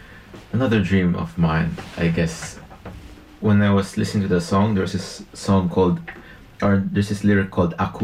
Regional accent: Australia; especially as Australian

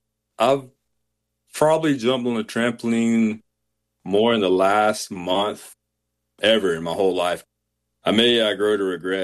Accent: Georgia, United States; born there; now in Minnesota, United States; I was born in Georgia, so I've always been a huge Georgia Bulldog fan.

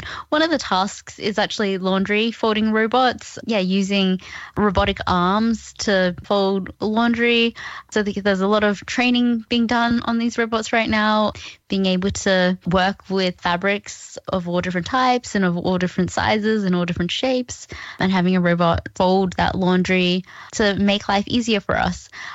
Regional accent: Cairns, Queensland, Australia; Like, even though I grew up in Cairns and far north Queensland

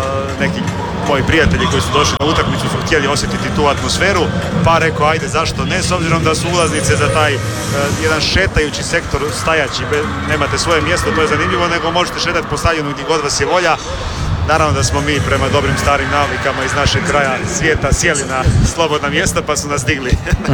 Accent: Croatia; odnosno čuši da smo za stolom iz Hrvatske

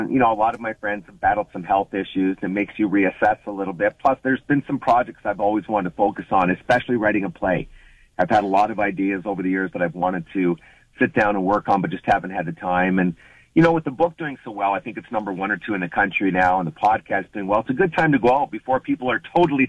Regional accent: Sarnia, Ontario, Canada; By the way, I grew up in Sarnia in the summers listening to CKLW and loving it.

